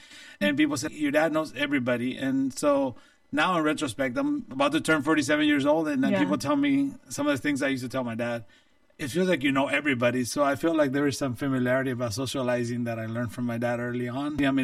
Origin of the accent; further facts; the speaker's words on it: Modesto, California, United States; also born or lived in Aguililla, Michoacán, Mexico / Redwood City, California; And then from there, we moved to Westside, and most of my life, I grew up in Westside